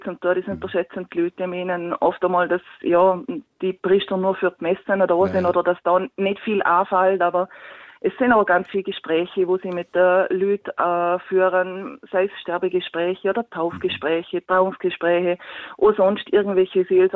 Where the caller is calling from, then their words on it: Vorarlberg, Austria; Ich komme aus dem Montafu.